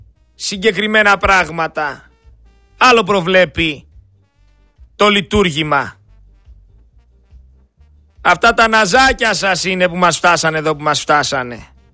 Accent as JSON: {"language": "Greek", "country": "Greece", "said": "σαν Έλληνες πολίτες, σαν Έλληνες φορολογούμενοι"}